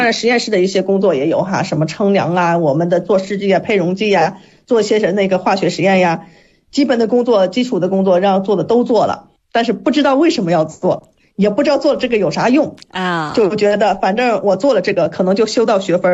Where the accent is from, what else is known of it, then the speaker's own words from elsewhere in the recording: Shanxi, China; 因为我是山西人，他觉得山西农大，我们当时的是一个省重点院校